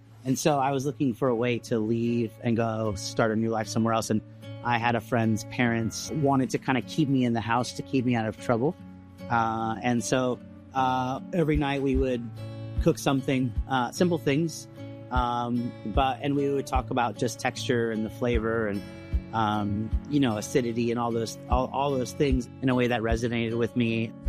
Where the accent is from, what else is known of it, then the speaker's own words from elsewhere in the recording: San Antonio, Texas, United States; I'm from San Antonio, grew up in largely Latin neighborhoods. The earliest smells I remember are like smoking from a barbecue pit or menudo from my friend's grandma.